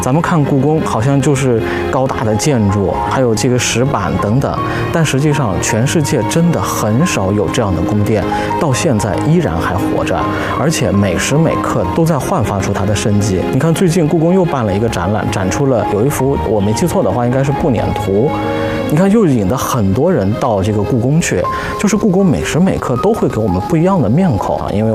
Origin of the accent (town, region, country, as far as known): China